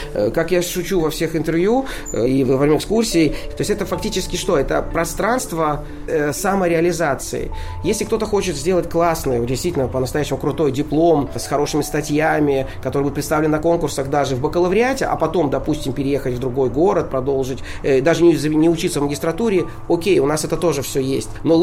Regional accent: Oryol, Oryol Oblast, Russia; moved away; я вот из Орла

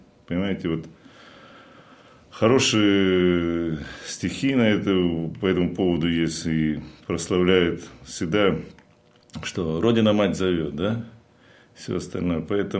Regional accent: Krasnodar Krai, Russia; moved away as an adult; now in Oryol Oblast, Russia; Родом я с Кубани.

